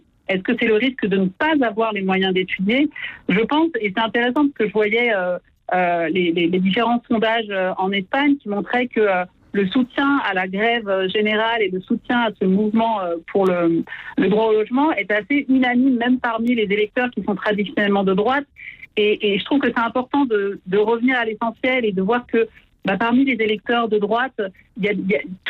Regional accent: France; binationale, je suis née, j'ai grandi en France, mais mon père était basque espagnol, donc j'ai la nationalité des deux pays.

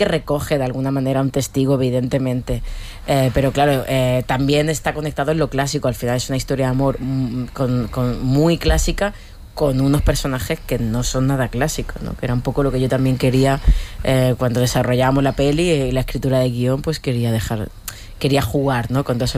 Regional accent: Níjar, Andalusia, Spain; now in Madrid, Spain; Que es mi casa, claro. Yo me crié.

